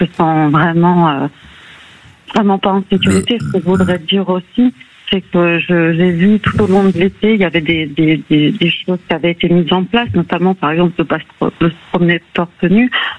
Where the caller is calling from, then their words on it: Montpellier, Occitanie, France; je vous appelle de Montpellier